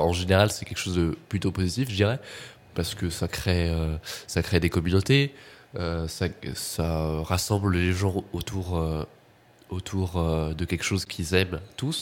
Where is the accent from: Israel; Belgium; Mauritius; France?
France; Saint-Étienne, Auvergne-Rhône-Alpes; quand on dit qu'on est stéphanois, c'est peut-être une des premières choses auxquelles les gens pensent.